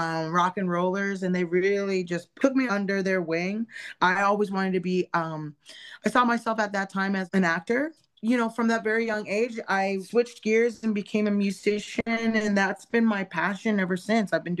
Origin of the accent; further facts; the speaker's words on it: Sydney, Nova Scotia, Canada; I grew up in Sydney, Nova Scotia with spiritualists and musicians and doctors and teachers.